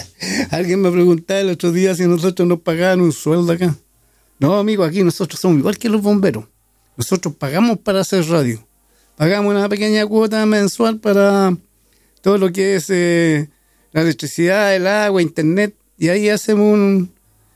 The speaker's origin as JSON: {"language": "Spanish", "country": "Chile"}